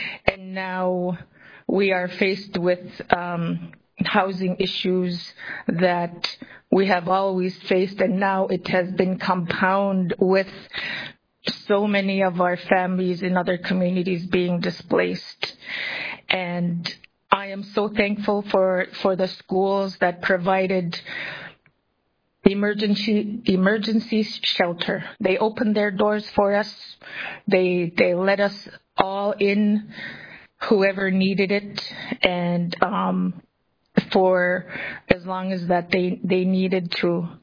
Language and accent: English; Chefornak, Alaska, United States; I am from Shefornik. Even if I want to speak in Yupik, I will speak English so that you all understand and things don't get lost in translation.